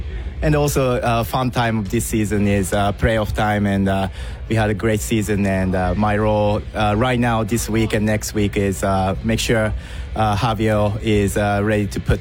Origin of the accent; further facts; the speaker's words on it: Japan; English is a second language; moved away as an adult; I born and raised in Japan, and as everyone knows, the baseball is very huge in Japan. I played baseball in Japan too.